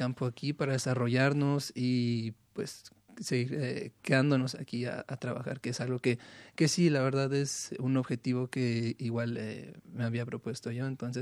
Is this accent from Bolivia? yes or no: no; northern Mexico, Mexico; Como soy del norte de México, uno haría más como, arre, ¿vamos a comer o qué?